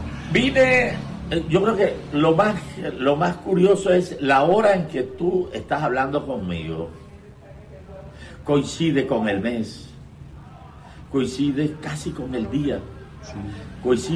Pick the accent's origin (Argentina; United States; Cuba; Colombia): Colombia; Zambrano, Bolívar; un muchacho nuevo de Zambrano.